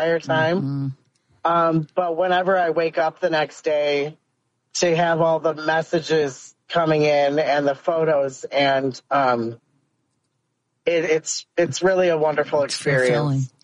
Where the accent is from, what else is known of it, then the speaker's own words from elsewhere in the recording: Illinois, United States; I grew up in the Northwest suburbs in Chicagoland and kind of took for granted everything I had going on up there.